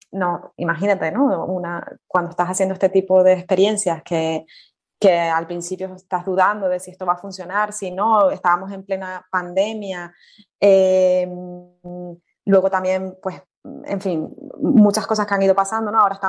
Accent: Tenerife, Canary Islands, Spain; also born or lived in Fuerteventura; Yo nací en Fuerteventura, entonces me hacía ilusión poder hacer algo por la isla donde nací, aunque luego ya me crié en Tenerife.

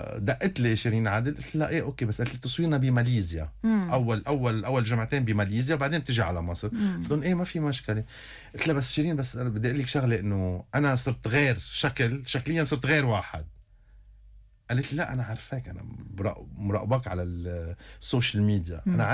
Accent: Lebanon; فبيسالوني وجه صار انت شو؟ انا لبناني، انا حامل 17 طايفه على كتافي.

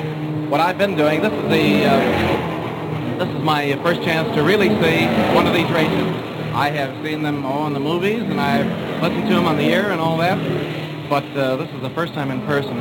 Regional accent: Chicago, Illinois, United States; born there; You know, I was born in Chicago, which is actually a couple of miles away.

